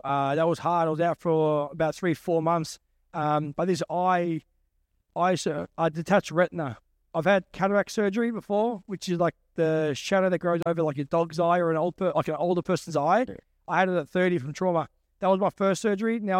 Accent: Melbourne, Victoria, Australia; I grew up around the area, I grew up around Kill Downs

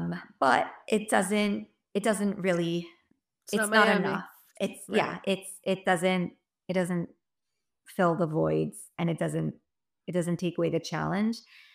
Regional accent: Miami, Florida, United States; now in Birmingham, United States; I'm from Miami and Corey is from Toronto. So thank God, both large Jewish communities.

